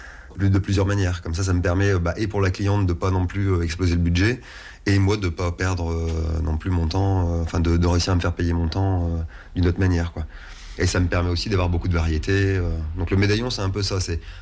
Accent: Hauts-de-France, France; Là, c'était beaucoup plus proche de chez moi parce que je suis à la base, je suis du Nord.

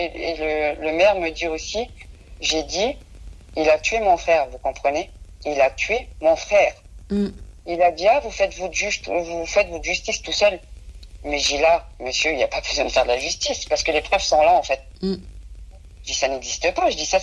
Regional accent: France; vous savez que les voyageurs, on est français. On est même plus français que certains français qui vivent en France.

